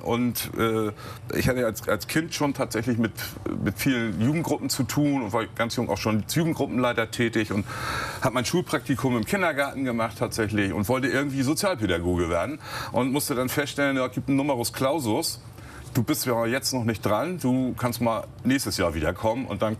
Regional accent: Hamburg, Germany; Als Hamburger bin ich zu den Landungsbrücken gefahren

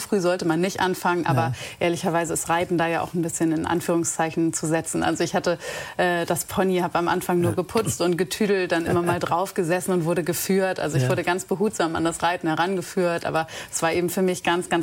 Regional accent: Kronshagen, Schleswig-Holstein, Germany; also born or lived in Kiel; Ich bin in Ottendorf groß geworden, beziehungsweise genau an der Grenze zwischen Ottendorf und Kunzhagen. Das heißt, ich bin schon direkt in Kunzhagen aufgewachsen im Prinzip.

